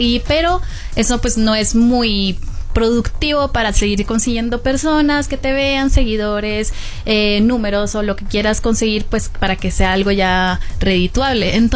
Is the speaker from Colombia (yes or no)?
yes; Cali, Valle del Cauca, Colombia; moved away as an adult; now in Mexico; mi ciudad, que yo soy de Cali